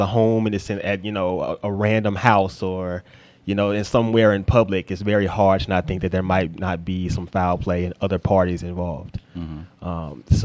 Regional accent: the South, United States; as a black male growing up in the South

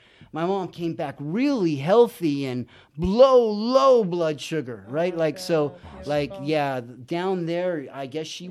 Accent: San Bernardino, California, United States; born or raised there; also born or lived in San Felipe, Mexico

